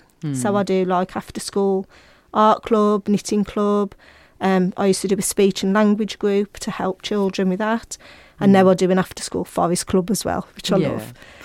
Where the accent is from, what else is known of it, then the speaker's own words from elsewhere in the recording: West Midlands, United Kingdom; accent: Black Country; because I'm quite Black Country speaking